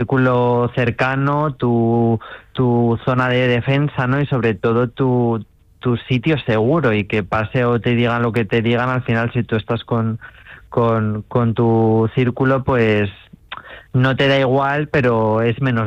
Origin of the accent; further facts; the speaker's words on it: Marchamalo, Castilla-La Mancha, Spain; also born or lived in Guadalajara; now in Madrid, Spain; pienso en mi pueblo con un punto de rencor por esto, pero bueno, también soy muy marchamalero